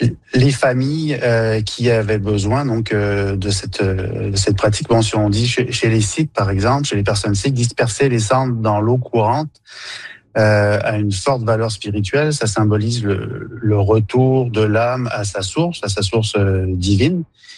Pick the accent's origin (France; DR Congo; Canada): Canada; Quebec; Donc, chez nous au Québec, c'est souvent au chalet